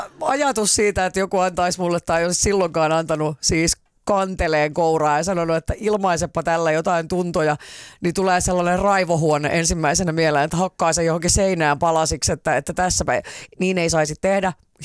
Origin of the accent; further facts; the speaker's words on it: Huittinen, Satakunta, Finland; born there; kun on semmoiselta paikkakunnalta, jossa oli yksi koulu